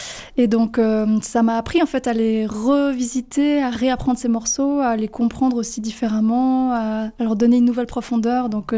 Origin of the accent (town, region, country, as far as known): Valais, Switzerland; born or raised there